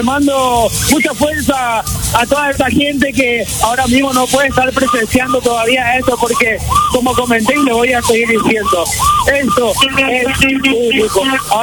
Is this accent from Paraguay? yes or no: yes; Paraguay; los paraguayos somos únicos